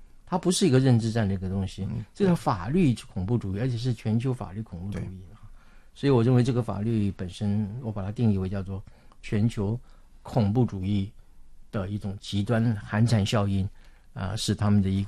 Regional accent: Taiwan

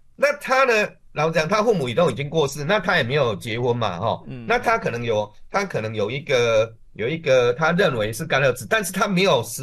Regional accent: Pitou, Changhua County, Taiwan; moved away; 我小时候啊哈，我住那个彰化，我老家埤头老家，哎，那个是三合院的

